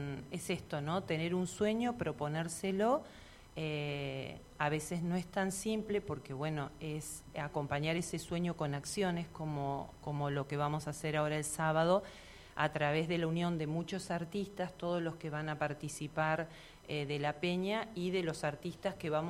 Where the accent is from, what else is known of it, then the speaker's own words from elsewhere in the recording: Argentina; somos todos de aquí, de Cipolletti, Neuquén, podamos viajar, y que no somos de Buenos Aires, sino que de la Patagonia